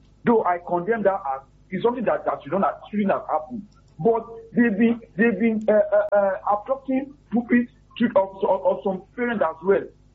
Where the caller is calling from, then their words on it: Nigeria; calling from Abacha.